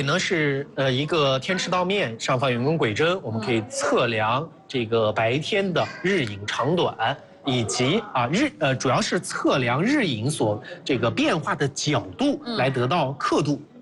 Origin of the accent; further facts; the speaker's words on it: China; 我们中国人